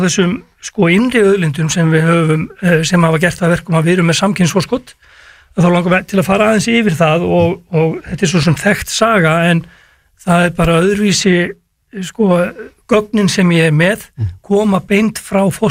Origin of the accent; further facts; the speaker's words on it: Dalvík, Northeastern Region, Iceland; þá er ég fættur upp á Dalvík, sjávarplássi, sjómenn í allt í kringum mig og byrjaði að snemma með afa á trillu